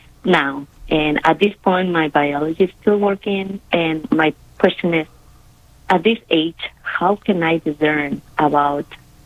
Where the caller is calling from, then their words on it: Missouri City, Texas, United States; In Missouri City.